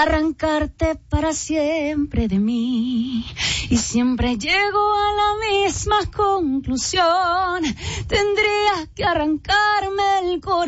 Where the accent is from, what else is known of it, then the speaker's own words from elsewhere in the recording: Durango, Mexico; Yo soy de Durango